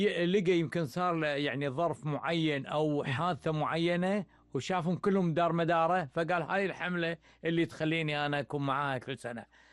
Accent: Kuwait; لأن احنا كويتيين

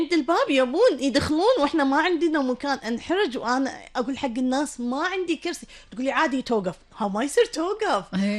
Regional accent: Kuwait

